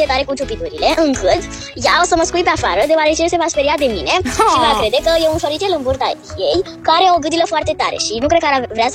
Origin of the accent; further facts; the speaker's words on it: Bucharest, Romania; am 8 ani, sunt din București.